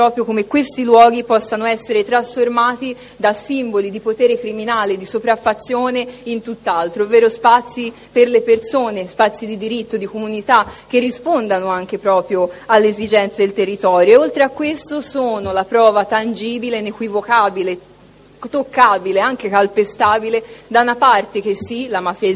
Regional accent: Tuscany, Italy; io sono toscana, specialmente nel centro-nord Italia.

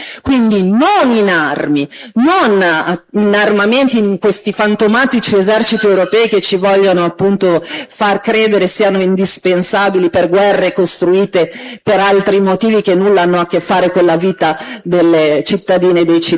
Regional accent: Milan, Lombardy, Italy; io vengo da Milano, che è la capitale della disuguaglianza.

